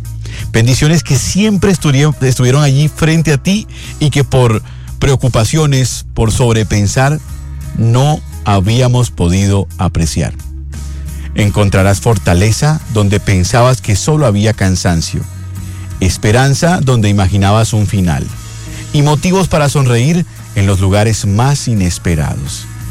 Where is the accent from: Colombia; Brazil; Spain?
Colombia; Caribbean Region; now in Bogotá, Colombia; Yo soy un costeño que me encanta el frío